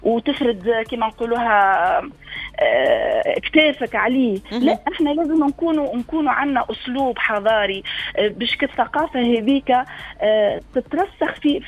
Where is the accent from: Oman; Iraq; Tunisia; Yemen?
Tunisia; now in United Arab Emirates; احنا كمواطن تونسي كمواطنه تونسيه